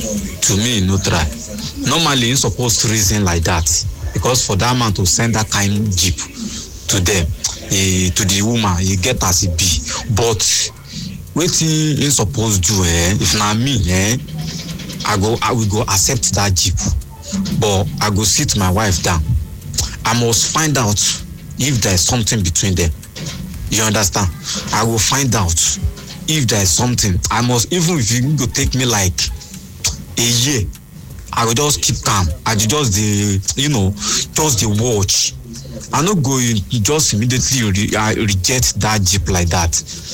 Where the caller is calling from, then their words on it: Port Harcourt, Rivers, Nigeria; I'm calling from Port Harcourt.